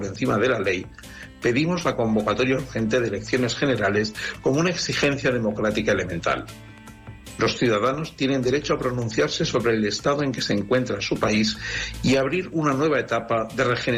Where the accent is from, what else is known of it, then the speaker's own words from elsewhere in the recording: Navarre, Spain; Desde Sociedad Civil Navarra no hablamos en nombre de ningún partido, pero como ciudadanos navarros comprometidos con los valores constitucionales